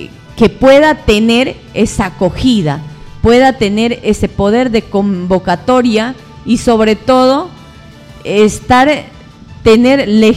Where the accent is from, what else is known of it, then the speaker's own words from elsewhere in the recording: San Martín, Peru; born there; yo nací aquí en El Dorado, claro, mis padres son migrantes